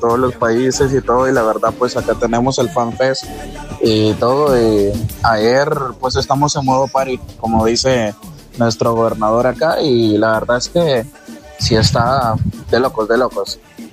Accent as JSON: {"language": "Spanish", "country": "Mexico", "tie": "born there", "said": "yo soy de papás salvadoreños, pero yo nací aquí en México. Con gusto, no olvido mi segunda raíz es de donde viene."}